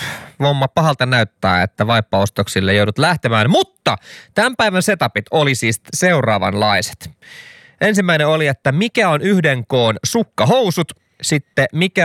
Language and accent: Finnish; Kirkkonummi, Uusimaa, Finland; mä käytän tässä mun vastauksessa sanaa, joka meillä Kirkkonummella oli tosi paljon käytössä.